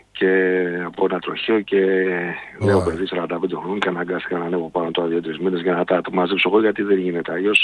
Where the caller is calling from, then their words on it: London, United Kingdom; από το Λονδίνο.